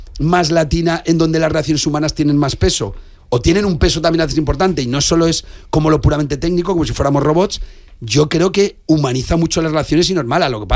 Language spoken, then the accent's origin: Spanish; Spain; yo quiero ser más fiel a mis orígenes como español